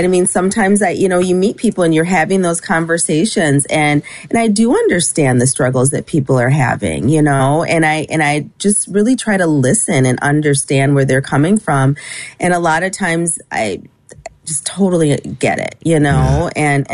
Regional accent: Troy, Michigan, United States; So I'm obviously from Troy. I've represented Troy for nearly 7 years.

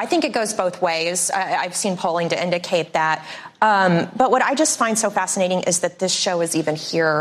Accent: Texas, United States; as the Texan who parachuted into Ohio

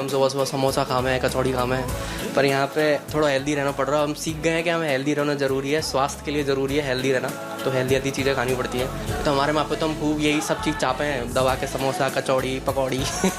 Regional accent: Mathura, Uttar Pradesh, India; also born or lived in Meerut; now in Mumbai, India; वैसे तो मैं बेसिकली मथुरा से ही हूँ

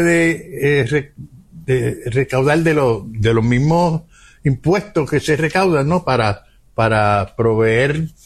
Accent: Puerto Rico; moved away as an adult; me siento boricua, puertorriqueño, que yo soy de aquí.

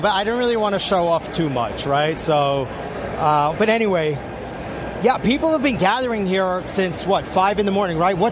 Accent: New York City, New York, United States; I grew up in Brooklyn too.

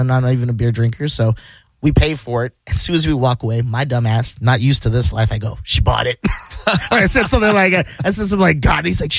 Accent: Canada; And then they go, where are you from? I go, Canada.

